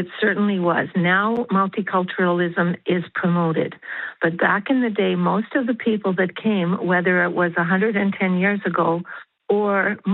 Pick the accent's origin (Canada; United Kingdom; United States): Canada; born there; I'm a Canadian-born Ukrainian